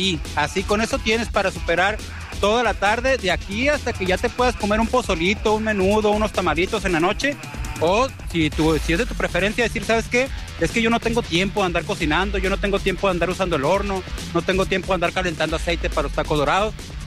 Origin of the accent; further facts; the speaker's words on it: Hermosillo, Sonora, Mexico; born there; Yo, la verdad, tengo raíces europeas, se nota en mi pelo ondulado, pero pues igual, como nací aquí, pues soy de México.